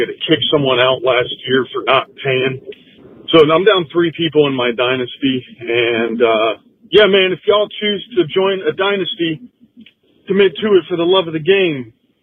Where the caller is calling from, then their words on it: Gahanna, Ohio, United States; I'm calling from Gahanna.